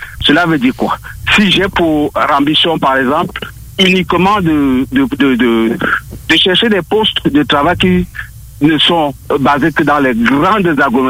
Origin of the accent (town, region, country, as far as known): Cameroon; now in Lévis, Canada